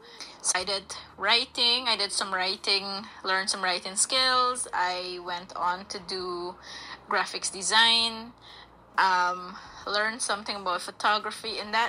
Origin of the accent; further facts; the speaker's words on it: Aishalton, Upper Takutu-Upper Essequibo, Guyana; from Aishalton in Region 9. And I was one of the first trainees there at Radio Aishalton.